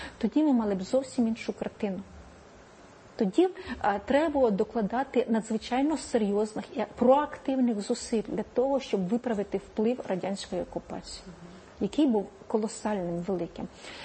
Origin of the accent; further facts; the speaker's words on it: Kyiv, Ukraine; Я киянка, так.